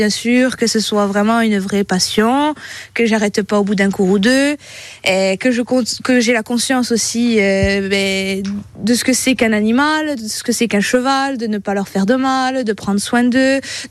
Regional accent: Lumio, Corsica, France; now in Ponte-Leccia, France; moi je suis originaire de Lugno, toute ma famille est en Balagne, entre Lugno, Moncal, Calenzane, Calvi.

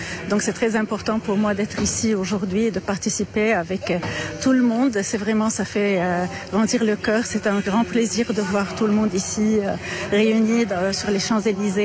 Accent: Lebanon; now in Paris, France; Je suis libanaise et je vis à Paris.

